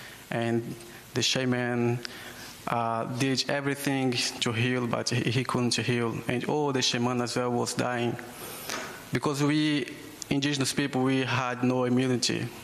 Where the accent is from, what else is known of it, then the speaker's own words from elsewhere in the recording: Acre, Brazil; English is a second language; people think that I come from Peru, Bolivia, Mexico. But yes, I come from the Yawanawa tribe in the Amazon rainforest. I would like to say just some few words in my language